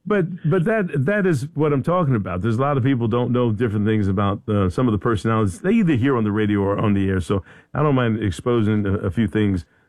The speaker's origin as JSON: {"language": "English", "town": "Philadelphia", "region": "Pennsylvania", "country": "United States", "moved": "yes", "said": "I live down here. I'm from Philadelphia"}